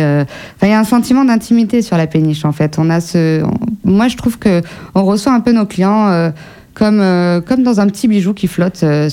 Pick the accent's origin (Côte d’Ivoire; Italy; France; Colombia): France; Périgueux, Nouvelle-Aquitaine; born or raised there